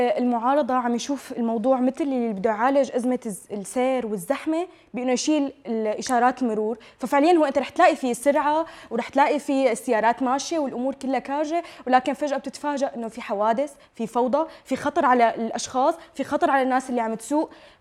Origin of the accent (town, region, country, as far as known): Syria